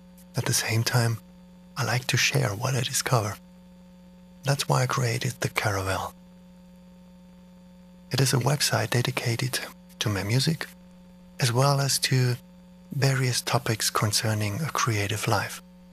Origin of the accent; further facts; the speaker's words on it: Berlin, Germany; I'm a composer from Berlin